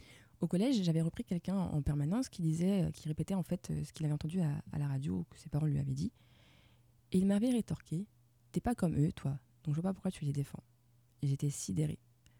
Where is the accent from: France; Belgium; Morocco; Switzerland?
France; Rennes, Brittany; also born or lived in Meulan, France; Il faut savoir que je suis franco-ivoirienne. Donc je suis née à Meulan, près des Mureaux. Et si je dois encore préciser, c'est en banlieue parisienne. Oui, la vanne est tentante parce qu'il est dans le 78, mais on va s'en passer. J'ai ensuite grandi à Rennes, ville antifa.